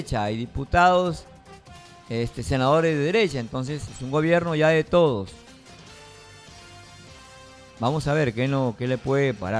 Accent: Peru; necesitamos juntos desarrollarnos como peruanos en paz.

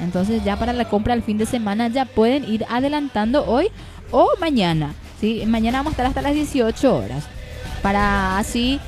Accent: Paraguay; Estamos con esa confianza, por supuesto, y por la fe intacta, sí, como todo paraguayo.

